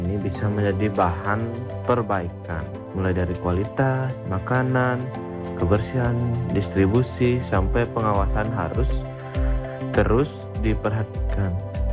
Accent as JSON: {"language": "Indonesian", "town": "Mengwi", "region": "Bali", "country": "Indonesia", "said": "Saya dari Banjar Babakan Kangin, Gulengan Mengwi, Badung."}